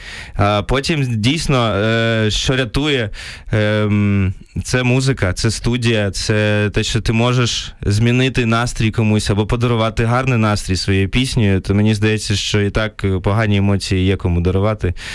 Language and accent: Ukrainian; Kyiv, Ukraine; Я в Києві народився, у мене багато хто в третьому поколінні з Києва, тому мені складно казати, що щось я закохався, тому що це просто, це завжди те місто, це мій рідний дім.